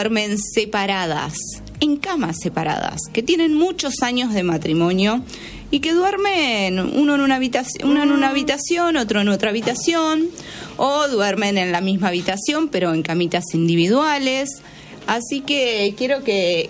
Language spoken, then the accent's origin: Spanish; Mar del Plata, Buenos Aires Province, Argentina; Yo soy de Mar del Plata y siempre vengo.